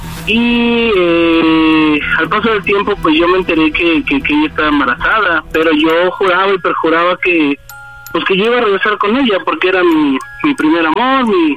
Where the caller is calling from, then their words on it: Mexico City, Mexico; De 36 años, soy de Iztapalapa.